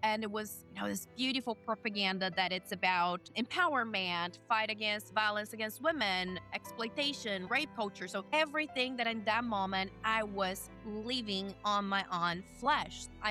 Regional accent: São Paulo, Brazil; born or raised there; now in United States

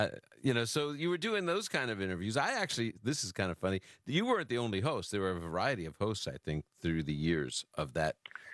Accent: New York, United States; That you know, I am from New York, you know, and sometimes in New York, it's like, hey, come on, just

